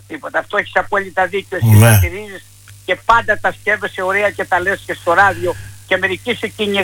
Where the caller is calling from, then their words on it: Rodia, Greece; Χαιρετάει ζήματα και στο χωριό μου στη Ροδιά.